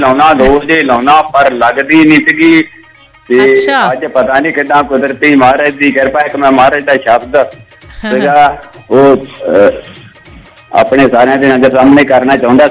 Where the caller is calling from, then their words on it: Aujla, Punjab, India; ਇਹ ਪਿੰਡ ਜਿਹੜਾ ਸਾਡਾ ਹੈਗਾ ਔਜਲਾ ਪਿੰਡ ਬਲਗੇ ਦੇ ਲਾਗੇ ਆ, ਜਿੱਥੇ ਇਤਿਹਾਸੀ ਬਲਗਾ ਪਿੰਡ ਆ